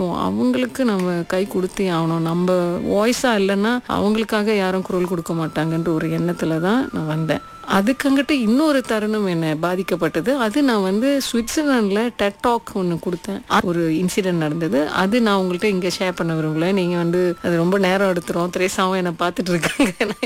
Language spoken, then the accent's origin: Tamil; Kuala Lumpur, Malaysia; நான் பிறந்து வளர்ந்ததெல்லாம் செந்தூரில் தான். இப்போ செந்தூர்னாலே எல்லாரும் சொல்லிடுவாங்க, யூனிவர்சிட்டி போகும்போது ஐயோ செந்தூலா அதெல்லாம் பயங்கரமான இடமாச்சே அப்படின்னுலாம் நிறையா பேர் சொல்லியிருக்காங்க.